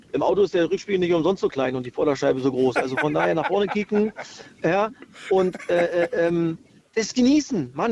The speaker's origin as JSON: {"language": "German", "town": "Cottbus", "region": "Brandenburg", "country": "Germany", "tie": "born there", "said": "Ich als gebürtiger Cottbuser und als Ossi, Logo."}